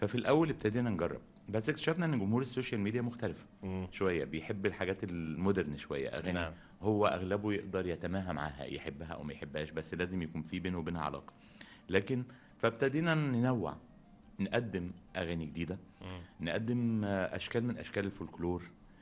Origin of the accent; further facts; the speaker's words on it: Egypt; المغنيين اللي احنا تربينا عليهم في مصر